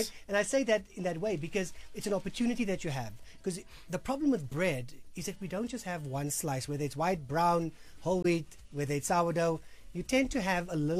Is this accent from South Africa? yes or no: yes; South Africa; grew up in Kasi.